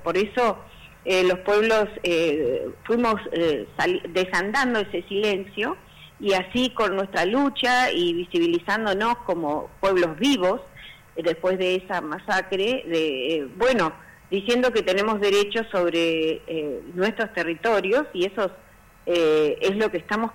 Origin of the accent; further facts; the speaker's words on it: Valcheta, Río Negro, Argentina; estoy en Río Negro, Balcheta, mi ciudad natal.